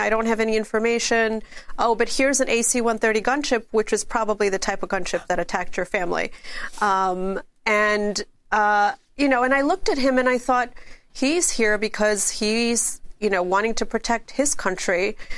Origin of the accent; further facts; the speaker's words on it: New York City, New York, United States; And, you know, as a New Yorker, the shock and the horror and all of that and the thoughts about what would happen to us, knowing that it probably was Osama bin Laden.